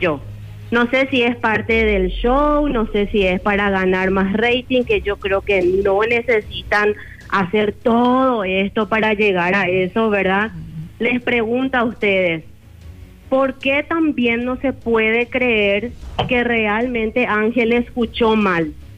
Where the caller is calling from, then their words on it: Lambaré, Central, Paraguay; De Lambaré